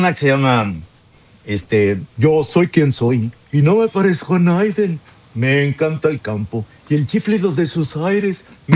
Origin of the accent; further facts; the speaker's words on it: Guamúchil, Sinaloa, Mexico; Soy de Guamuchil.